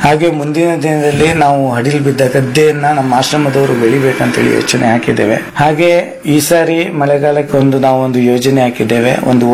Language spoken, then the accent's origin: Kannada; Kundapura, Karnataka, India; accent: Kundapura Kannada; ಕುಂದಾಪುರದಂಗೆ ನಾನು ಮಾತಾಡಕ್ಕೆ, ಯಾಕಂದ್ರೆ ಕುಂದಾಪುರ ಬದಿಯವನೇ.